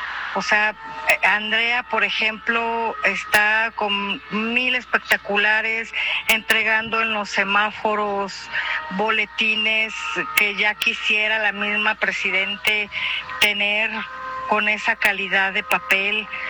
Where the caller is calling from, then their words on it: Mexico; de Las Águilas